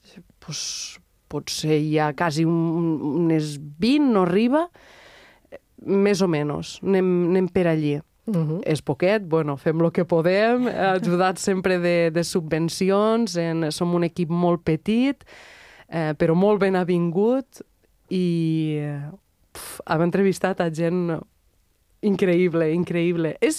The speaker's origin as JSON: {"language": "Catalan", "region": "Catalonia", "country": "Spain", "tie": "born or raised there", "also_born_or_lived": "Belgium", "moved": "as an adult", "said": "havia tornat a la meva ciutat natal."}